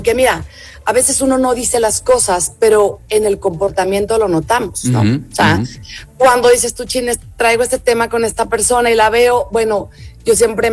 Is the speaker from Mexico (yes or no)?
yes; Saltillo, Coahuila, Mexico; moved away as an adult; now in León, Mexico; yo soy una mujer saltillense que vive en el Bajío desde hace 27 años. Siempre digo que soy la norteña más leonesa